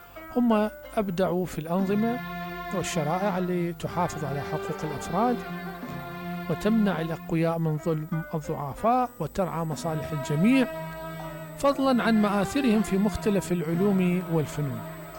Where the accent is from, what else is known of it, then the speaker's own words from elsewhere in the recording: Iraq; بلادنا الحبيبة، بلاد ممتدة وضاربة في عمق التاريخ